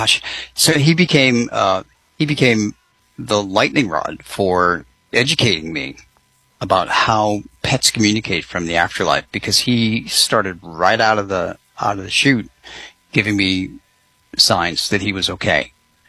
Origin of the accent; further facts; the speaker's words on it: New England, United States; I grew up in New England, and I was inspired by the blizzard of 1978, which was a blizzard that crippled the East Coast.